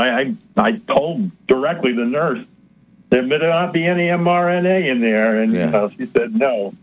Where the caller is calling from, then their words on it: New York, United States; in New York.